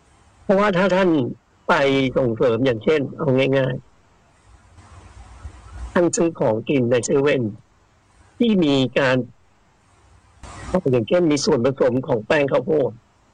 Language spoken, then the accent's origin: Thai; China; now in Thailand; แรก20กว่าปีผมไปที่บ้านเกิดที่เมืองจีนนะครับ